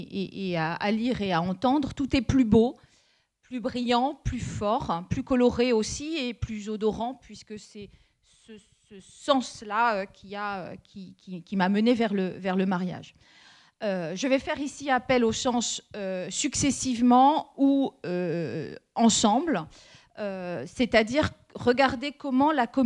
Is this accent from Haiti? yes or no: no; Trébeurden, Brittany, France; moved away as an adult; also born or lived in Rennes; je viens d'un petit village de Bretagne, des Côtes d'Armor qui s'appelle Trébeurden. Et l'horizon pour moi, c'était alors plutôt agréable. Hein, c'était la plage de Trébeurden. Et j'ai fait mes études à Rennes 2 et j'ai passé mon bac en breton.